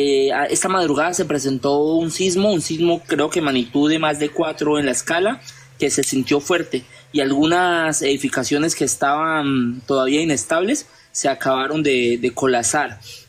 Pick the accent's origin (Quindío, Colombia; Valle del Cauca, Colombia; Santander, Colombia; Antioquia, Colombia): Valle del Cauca, Colombia; Buenaventura; moved away as an adult; now in Chocó, Colombia; yo soy nacido y criado en Buenaventura. Hace unos años estoy acá por, como te dije, condiciones de desplazamiento, la violencia de Buenaventura.